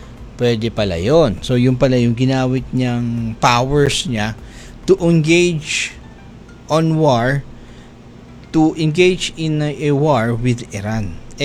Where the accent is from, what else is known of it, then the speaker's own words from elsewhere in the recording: Bangsamoro, Philippines; I mean, one of my fascination being a Muslim, being a Filipino Muslim, being a Maranao, na tila baga, uy, grabe ah.